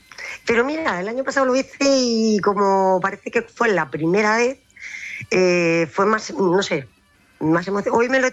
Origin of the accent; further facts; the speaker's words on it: Alicante, Valencian Community, Spain; also born or lived in Murcia; venimos de Alicante y Murcia. Eso ahí abajo